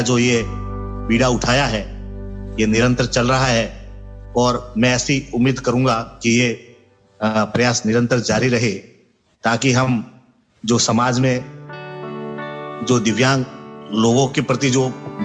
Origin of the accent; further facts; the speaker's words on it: Takhatgarh, Rajasthan, India; और मैं मूल रूप से तखतगढ़ पाली राजस्थान से हूं